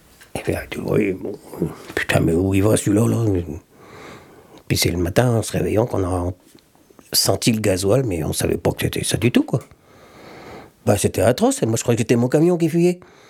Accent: Trézien, Brittany, France; marin pêcheur à l'Empole Plouarzel, enfin à Plouarzel, je suis de Trésien.

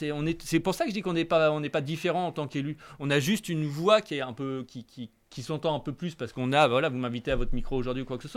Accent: Rouen, Normandy, France; moi, je suis né à la Grand Mare, enfin au Châtelet même, et je suis venu à la Grand Mare après.

